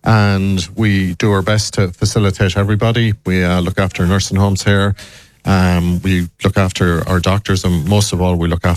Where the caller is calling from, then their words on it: Ballina, Connacht, Ireland; Mayo is my home now, you know, and I've been here for nearly 30 years, and, you know, from the, you know, Belmullet right up to Ballina, my hometown